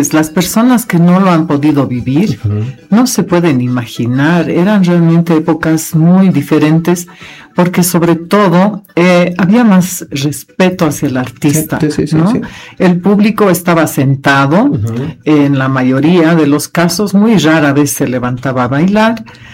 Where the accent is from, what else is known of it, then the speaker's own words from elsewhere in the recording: Bolivia; born there; also born or lived in Germany; Donde no sabían si era alemana o era boliviana, pero ahora sé que soy alemana boliviana.